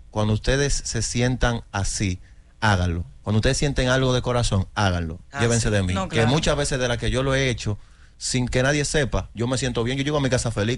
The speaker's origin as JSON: {"language": "Spanish", "region": "Santo Domingo", "country": "Dominican Republic", "tie": "born or raised there", "said": "Yo nací en Santo Domingo. Me crié en Santo Domingo y tengo desde que nací viviendo donde vivo. Nunca me he mudado."}